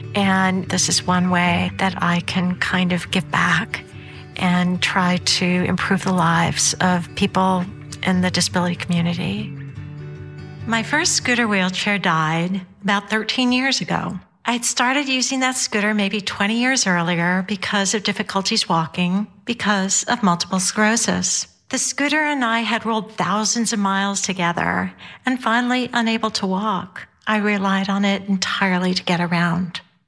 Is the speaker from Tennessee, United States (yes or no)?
no; Boston, Massachusetts, United States; born there; 9 days before I was born in Boston.